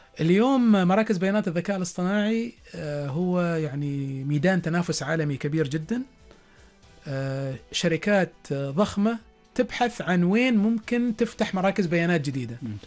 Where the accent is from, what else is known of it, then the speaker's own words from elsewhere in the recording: Oman; عندنا في عمان